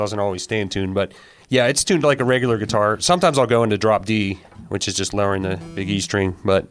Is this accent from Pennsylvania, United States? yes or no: yes; Dormont, Pennsylvania, United States; Well, I'm from South Hills, Dormont originally, and there was a lot of musicians in my family growing up.